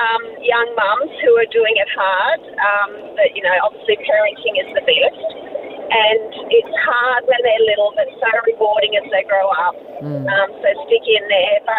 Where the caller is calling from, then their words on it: Charleville, Queensland, Australia; I'm driving home from Cunnamulla to Charleville.